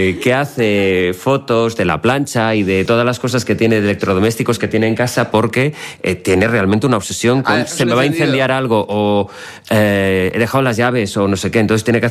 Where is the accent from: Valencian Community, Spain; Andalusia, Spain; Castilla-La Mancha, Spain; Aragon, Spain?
Valencian Community, Spain; Yo como valenciano, pues no puedo Borbón, más que alabarles el gusto, ¿no?